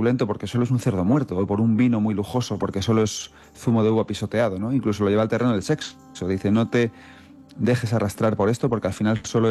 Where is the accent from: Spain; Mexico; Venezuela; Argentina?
Spain; Manzanares, Castilla-La Mancha; Yo siempre digo que es como cuando yo era pequeño y estaba en mi pueblo, ¿no? Yo soy un pueblo de Ciudad Real muy chiquitín, de Manzanares. Bueno, no tan chiquitín, somos 15, 18.000.